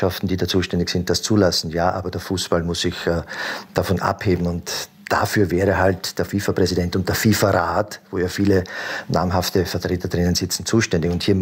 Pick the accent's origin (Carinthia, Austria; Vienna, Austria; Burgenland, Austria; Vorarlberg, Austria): Burgenland, Austria; auch im Burgenland beispielsweise, wo ich her bin.